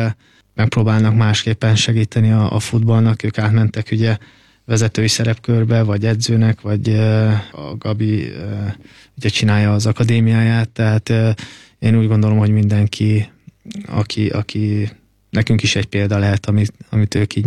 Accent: Győr, Győr-Moson-Sopron, Hungary; győri vagyok

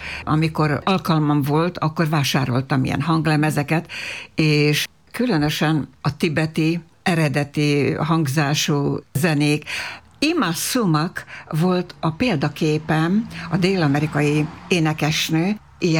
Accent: Novi Sad, Vojvodina, Serbia; Hát Újvidéken, a városban nőttem fel, szerb környezetben, tehát az utcán szinte ugyanabban az időben tanultam meg magyarul is, meg szerbül is

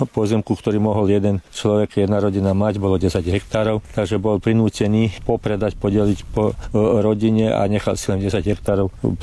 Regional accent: Ilok, Vukovar-Srijem County, Croatia; Väčšinou, ako aj ostatní Slováci z Iloku, my sme prišli z Vojvodiny.

